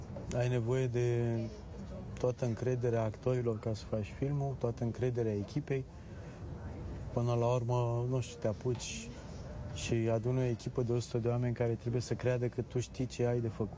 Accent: Romania; eu sunt român

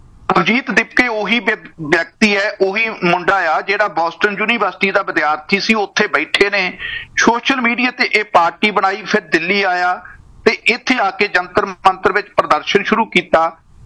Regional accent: Punjab, India; ਅਸੀਂ ਪੰਜਾਬ ਦੇ ਲੋਕਾਂ ਨੇ 125 ਦਿਨ ਦੀ ਭੁੱਖ ਹੜਤਾਲ ਵੀ ਵੇਖੀ ਹੈ

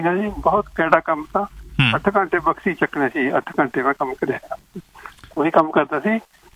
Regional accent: Chamkaur Sahib, Punjab, India; ਮੈਂ ਚਮਕੌਰ ਸਾਹਿਬ ਤੋਂ ਪਿੰਡ ਆ ਜੀ ਮੇਰਾ।

